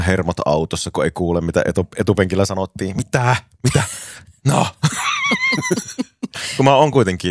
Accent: Oulu, North Ostrobothnia, Finland; olen oululainen ihminen

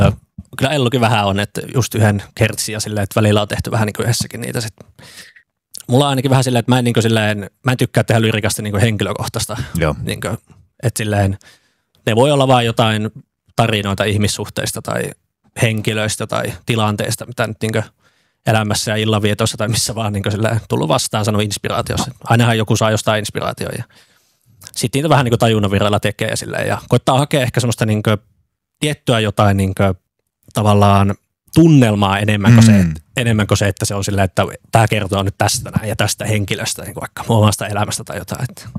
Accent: Kokkola, Central Ostrobothnia, Finland; moved away as an adult; Joo, että tosiaan Kokkolastahan ollaan kotoisin alun perin ja sitten ollaan tänne muutettu opiskelemaan.

